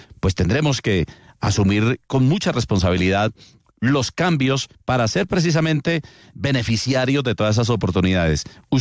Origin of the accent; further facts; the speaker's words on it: Colombia; cuando hablamos de temas destacados de nosotros como colombianos, de los hijos nuestros, de los hijos de nuestra tierra, de este país